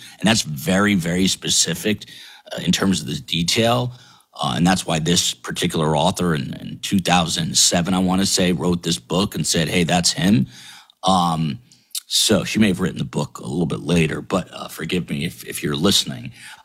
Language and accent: English; New Jersey, United States; and I grew up in New Jersey, and I remember my parents taking me into Manhattan through the Lincoln Tunnel